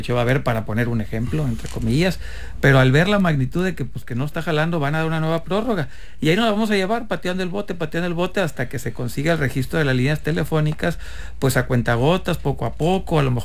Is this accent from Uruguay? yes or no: no; Mexico; porque como buenos mexicanos vamos a dejar todo para el último momento